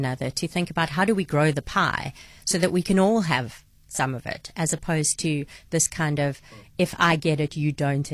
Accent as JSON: {"language": "English", "country": "South Africa", "first_language": "English", "said": "I'm a white South African. Three of my four grandparents were born in South Africa. My other one was born in Rhodesia. I'm chasing my family to see if I can go back to fourth generation South African."}